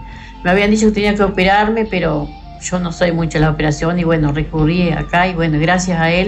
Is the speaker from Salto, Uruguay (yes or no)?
yes; Villa Constitución, Salto, Uruguay